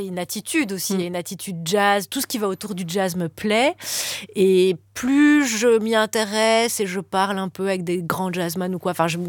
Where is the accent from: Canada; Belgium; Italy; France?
Belgium; Mons, Wallonia; born there; pas très loin de chez moi, à Mons